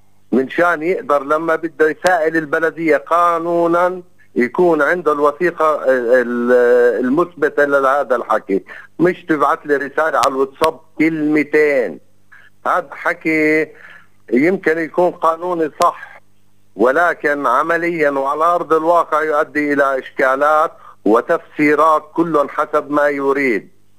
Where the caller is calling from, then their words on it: Palestine; عندنا في فلسطين